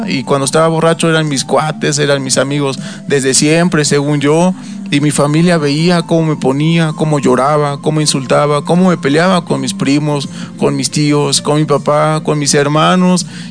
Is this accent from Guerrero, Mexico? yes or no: yes; Taxco, Guerrero, Mexico; moved away as an adult; Y me tuve que regresar a mi pueblo. Así fue como regresé a Taxco.